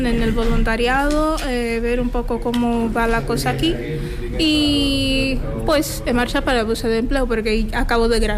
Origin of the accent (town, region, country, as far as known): Angola; Spanish is a second language; now in Spain